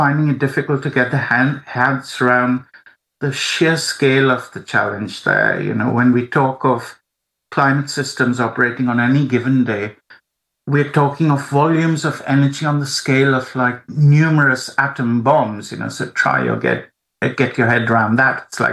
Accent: central India, India; moved away as an adult; also born or lived in Netherlands; at that time, I was living in the Netherlands, far away from where I'd grown up in central India.

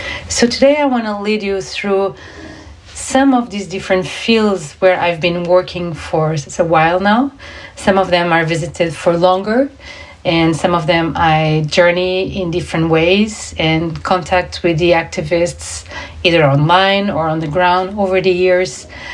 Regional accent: Lisbon, Portugal; English is a second language; So I came from Lisbon.

